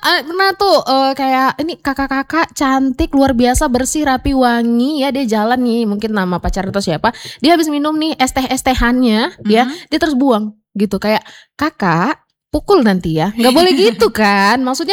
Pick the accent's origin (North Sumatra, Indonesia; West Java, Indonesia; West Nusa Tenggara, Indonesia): North Sumatra, Indonesia; Medan; kita tuh warga Medan, bangga dan juga harus peduli.